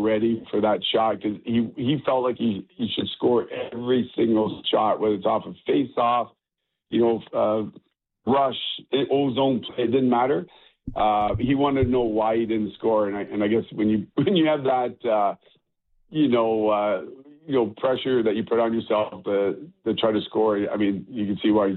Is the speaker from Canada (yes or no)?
yes; Kingston, Ontario, Canada; growing up in Kingston, obviously halfway between Toronto and Montreal